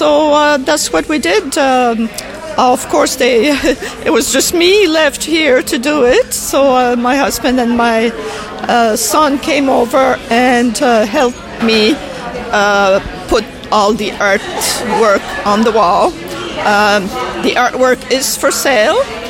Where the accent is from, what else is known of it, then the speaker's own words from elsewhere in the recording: Saint-Pierre, St. Pierre & Miquelon; now in St. John's, Canada; because I'm from St. Pierre as well.